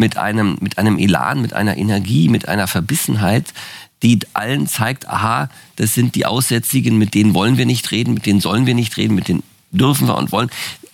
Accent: Berlin, Germany; Ich bin ein Kind West-Berlins

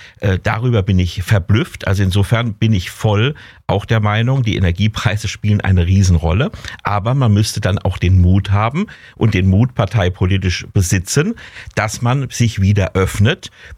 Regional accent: Germany; wo wir als Deutsche auch Vorteile haben

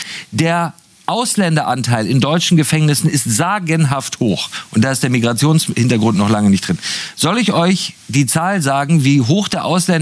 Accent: Germany; wenn ich als Deutscher aus London wiederkomme

